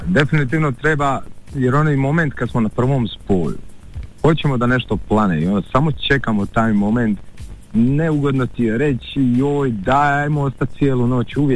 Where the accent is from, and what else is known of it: Split-Dalmatia County, Croatia